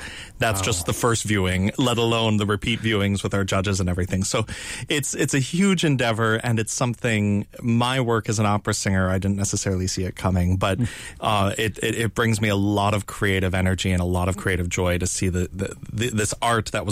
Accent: Upper Peninsula, Michigan, United States; moved away; to be able to play it now for my hometown audience on my hometown stage

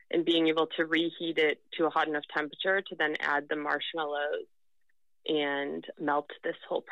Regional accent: United States; now in London, United Kingdom; I'm calling from London, England. Oh. American in the UK.

